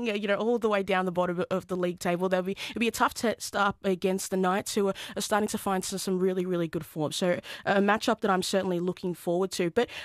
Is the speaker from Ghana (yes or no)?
yes; Kumasi, Ashanti, Ghana; now in Australia; Yeah, I was born in Kumasi, Ghana, from the Ashanti region, and I moved to Australia in about 2005. So I've been in Australia far longer than I have been in Ghana.